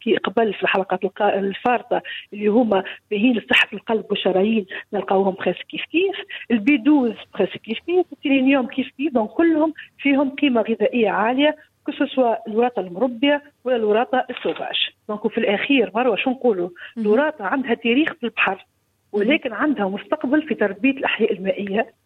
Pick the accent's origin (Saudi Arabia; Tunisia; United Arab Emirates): Tunisia; Sahel; عندنا في الساحل نتاعنا